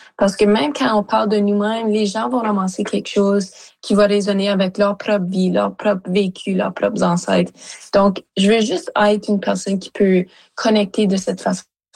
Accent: Sudbury, Ontario, Canada; born or raised there

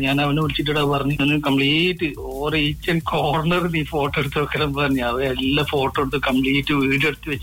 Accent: Kumaranellur, Kerala, India; born there

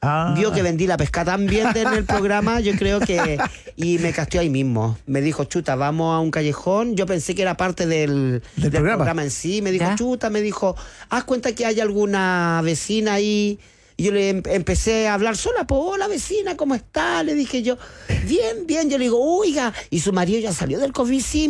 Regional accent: Valparaíso, Chile; yo, como buena porteña

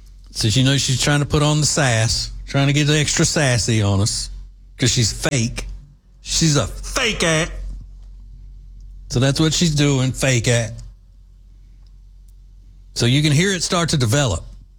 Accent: Texas, United States; I'm from Texas

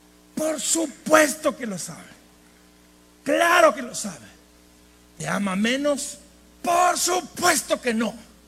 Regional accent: northern Mexico, Mexico

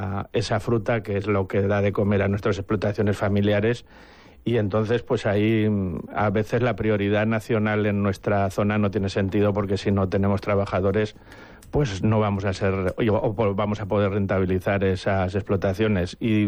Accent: Almudévar, Aragon, Spain; en mi pueblo, que es Almudafar, que es el más pequeño

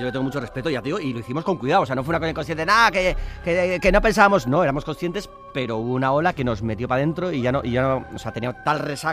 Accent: San Sebastián, Basque Country, Spain

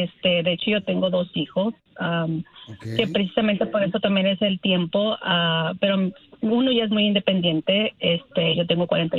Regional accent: Jalisco, Mexico; Me gustan mucho de Jalisco, porque yo soy de Jalisco.

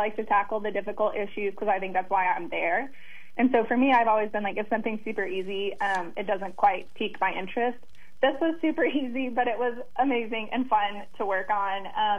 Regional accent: Rogers County, Oklahoma, United States; I love Rogers County, and it's my hometown

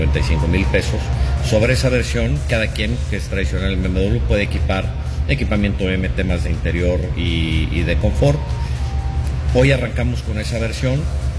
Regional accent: Mexico; para nosotros como mexicanos

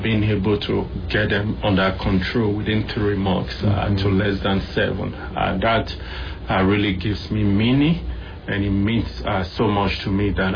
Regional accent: Benin City, Edo, Nigeria; moved away as an adult; now in United States; Originally, I grew up in a place called Benin City, Nigeria. It's in West Africa. I spent all my, most of my education and some college there in Nigeria before I came to the U.S. and came to Florida in 2007.

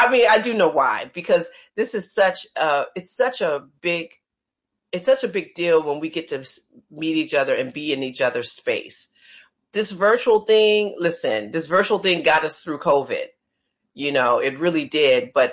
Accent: Detroit, Michigan, United States; I'm from Detroit

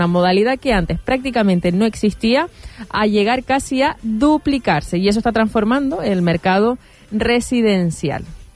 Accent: La Palma, Canary Islands, Spain; Hay una curiosidad muy, muy nuestra, muy de La Palma

